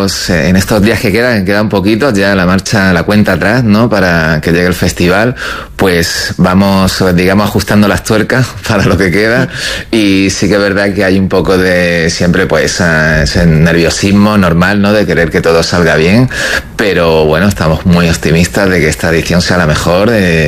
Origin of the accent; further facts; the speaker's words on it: Melilla, Spain; lo que somos los melillenses.